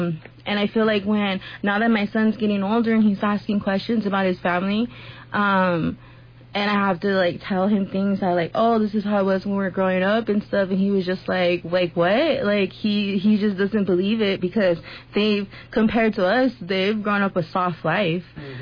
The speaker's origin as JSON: {"language": "English", "town": "San Carlos", "country": "United States", "tie": "born or raised there", "said": "we were growing up in San Carlos"}